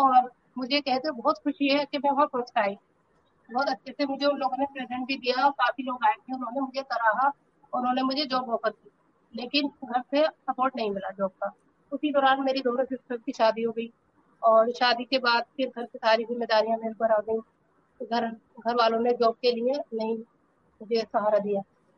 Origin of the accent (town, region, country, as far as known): Rampur, Uttar Pradesh, India